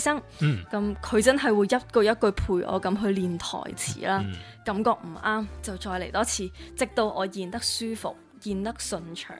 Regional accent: Macau; 我同麦思玉一样都是土生土长的澳门人

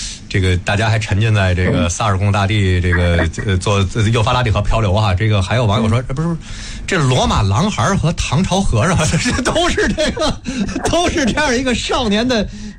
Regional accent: China; 这咱们中国人讲叫天下文章一大抄啊。

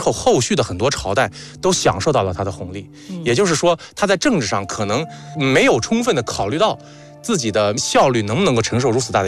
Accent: Shanxi, China; 比方说我的老家山西，这个文明就集中在汾河谷地。

